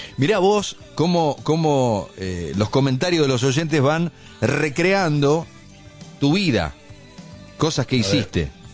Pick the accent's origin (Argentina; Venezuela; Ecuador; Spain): Argentina; Chilecito, La Rioja; born there; de La Rioja, de Chilecito.